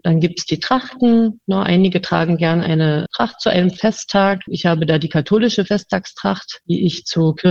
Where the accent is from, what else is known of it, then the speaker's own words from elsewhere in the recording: Lusatia, Germany; ich bin aber in einen sorbischen Kindergarten gegangen. Da wird das quasi auch gesprochen und in eine sorbische Schule.